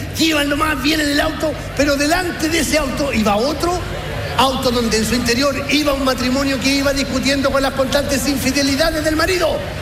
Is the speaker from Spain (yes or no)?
no; Chile; somos chilenos, aquí se habla, weón, bueno, como en Chile